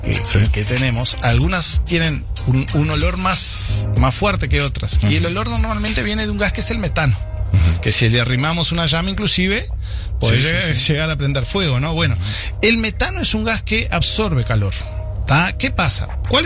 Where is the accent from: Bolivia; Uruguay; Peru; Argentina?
Uruguay; nosotros acá en Uruguay no producimos con carbón la electricidad.